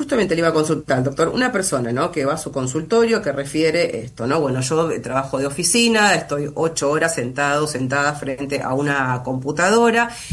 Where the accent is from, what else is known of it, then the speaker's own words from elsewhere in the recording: Argentina; yo le quería preguntar si como sociedades argentinos somos de esta manera, ¿no?